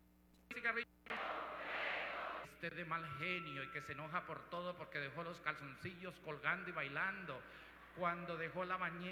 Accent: Colombia; como decimos en Colombia, con caché.

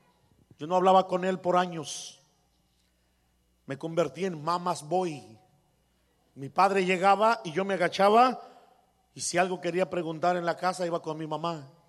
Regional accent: Guadalajara, Jalisco, Mexico; now in United States

